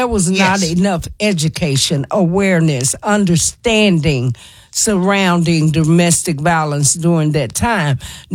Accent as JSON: {"language": "English", "town": "Memphis", "region": "Tennessee", "country": "United States", "said": "I'm from South Memphis."}